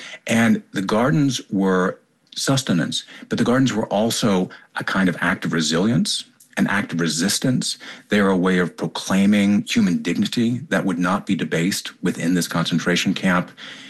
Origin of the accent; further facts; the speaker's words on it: Tennessee, United States; I come from East Tennessee farmers on my dad's side and Smoky Mountain hillbillies on my mom's side.